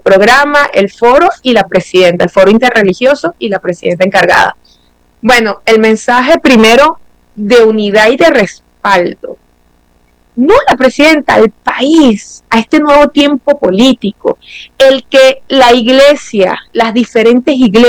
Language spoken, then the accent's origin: Spanish; Venezuela